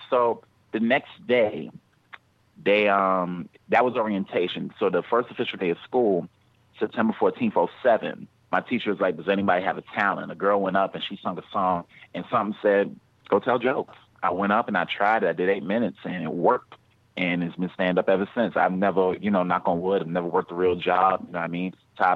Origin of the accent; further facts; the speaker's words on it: Harlem, New York, United States; I'm a New Yorker, so I'm from Harlem, New York. You know what I mean? So I come from a project in Harlem called Taft, or as we call it, Taftganistan, just to give you an idea of what I grew up around.